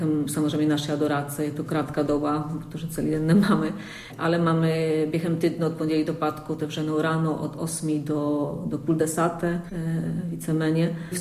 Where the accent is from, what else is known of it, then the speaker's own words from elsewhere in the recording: Poland; Czech is a second language; now in Czech Republic; pro nás jako Polaky jako je to snadnější se naučit češtiny